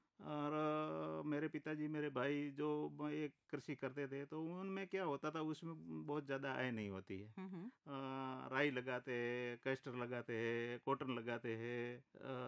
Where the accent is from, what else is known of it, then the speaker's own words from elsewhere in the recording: Gujarat, India; हमारे Banaskantha dry area है बिल्कुल, तो वहाँ पे पानी का कोई वो नहीं रहता है